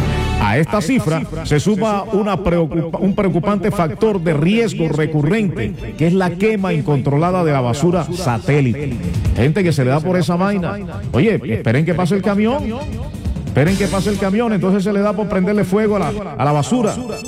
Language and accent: Spanish; Zipacoa, Bolívar, Colombia; now in Cartagena, Colombia; Yo soy de un pueblecito por aquí, entre Santa Rosa y Villanueva, llamado Zipacoa.